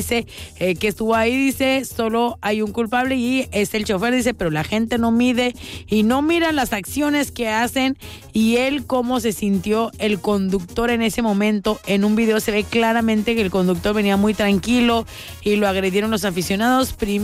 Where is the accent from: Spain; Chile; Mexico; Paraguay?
Mexico; Así da como buen mexicano.